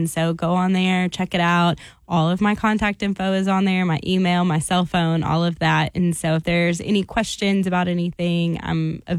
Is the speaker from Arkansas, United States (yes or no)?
yes; Arkansas, United States; I grew up in Arkansas